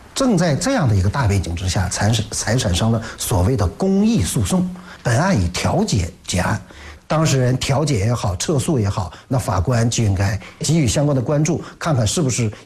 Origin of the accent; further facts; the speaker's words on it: China; 环境损害一直都是这一些年来我们中国人或者各级政府关注的重点或者是难点之一，因为我们中国在经济快速发展的过程当中